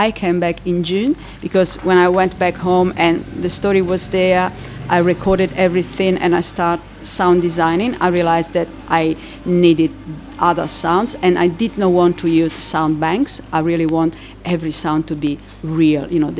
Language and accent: English; Cagliari, Sardinia, Italy